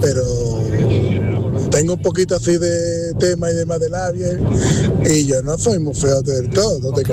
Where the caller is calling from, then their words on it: Málaga, Andalusia, Spain; de Málaga.